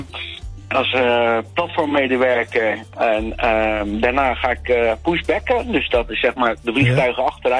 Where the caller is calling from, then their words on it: Schiedam, South Holland, Netherlands; Ik bel vanuit Schiedam.